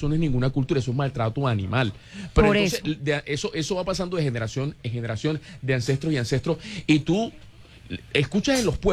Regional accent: Barranquilla, Atlántico, Colombia; Malumita, que es cartagenero, yo que soy barranquillero

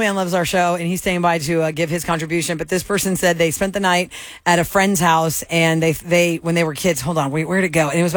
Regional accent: Texas, United States; And just because she was from Texas and I was from Texas, everyone wanted us to be best friends.

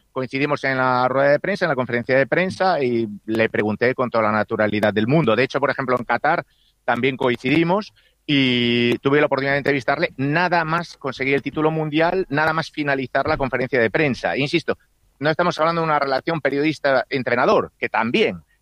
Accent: Spain; Yo como español

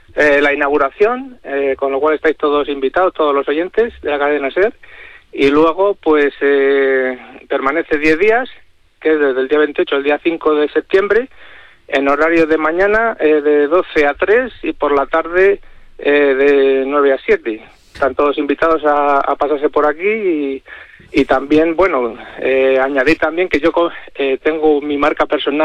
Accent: Aldea Real, Castile and León, Spain

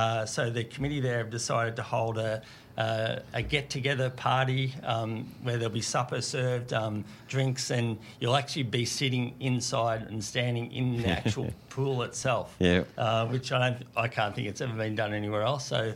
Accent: Golden Square, Victoria, Australia; But, yeah, for me, I grew up in Golden Square, went to school at Maple Street for 1 year

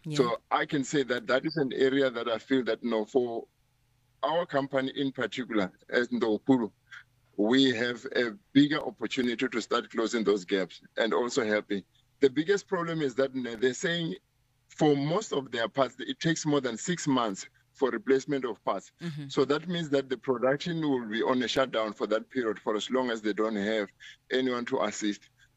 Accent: South Africa; now I can say that, now as a South African, a lot is being done

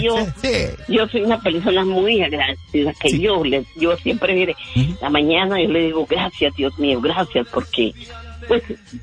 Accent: Guatemala; moved away; en mi país, yo soy de Guatemala

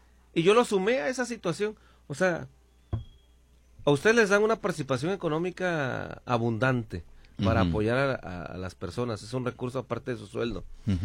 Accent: Mexico; como mexicano no puedo traer

